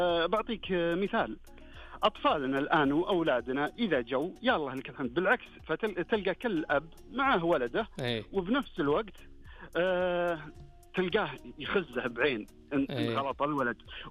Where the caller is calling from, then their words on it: Saudi Arabia; إحنا كسعوديين